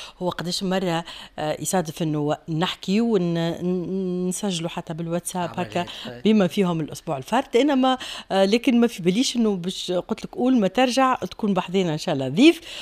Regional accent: Nabeul Governorate, Tunisia; ما اني انا زاد ننتمي للوطن القبلي،

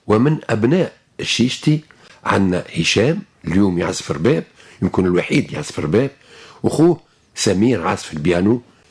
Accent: Tunisia

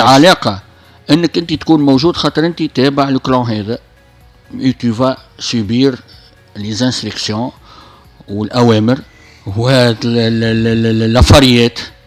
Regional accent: Tunisia; انا شاب تونسي

